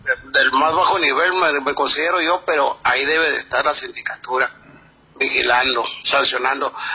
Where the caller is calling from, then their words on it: Mexico; soy mexicano